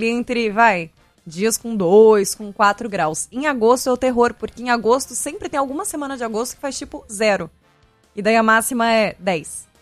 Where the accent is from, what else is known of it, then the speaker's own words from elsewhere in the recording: South Region, Brazil; Bom, eu sou do Sul, né? Então consigo falar com propriedade do frio que faz naquela região, nos três estados ali do Sul